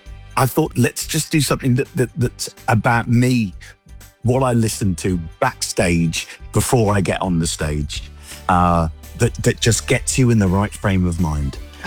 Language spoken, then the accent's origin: English; United Kingdom; I'm British.